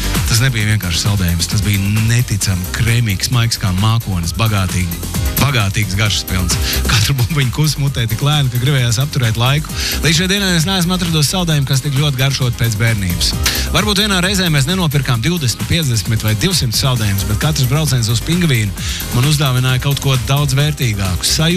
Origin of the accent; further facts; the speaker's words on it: Kuldīga, Kuldīga Municipality, Latvia; Es uzaugu Kuldīgā, skaistā mazpilsētā, kur 90. Gadu sākumā nebija veikalu, kur saldējums būtu vesels piedzīvojums.